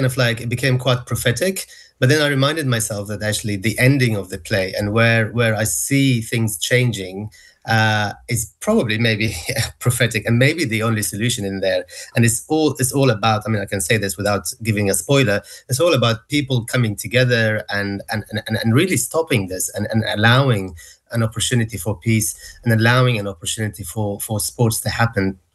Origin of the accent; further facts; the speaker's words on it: Gaza, Gaza Strip, Palestine; I'm from Gaza. I was born there. I lived all my life there.